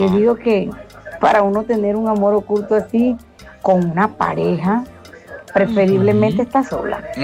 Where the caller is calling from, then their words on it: Venezuela; una venezolana fiel oyente a ustedes.